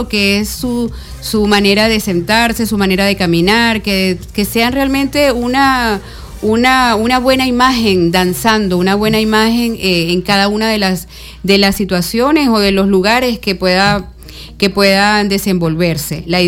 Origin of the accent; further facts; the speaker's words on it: Táchira, Venezuela; born there; Por circunstancias nací en Tarija, la única gocha de la familia. Entonces tiene toda una razón. Bueno, mis hijos sí también son de acá. Pero yo, todos mis papás, mis abuelos, mis bisabuelos, todos zulianos.